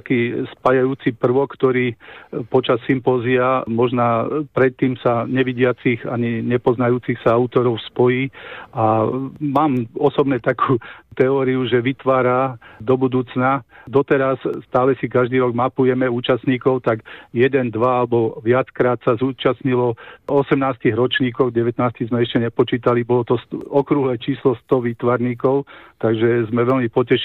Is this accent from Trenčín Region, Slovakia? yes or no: yes; Nemšová, Trenčín Region, Slovakia; pochádzam z nedaleko Kľúčov, čo je miestna časť teraz Nemšovej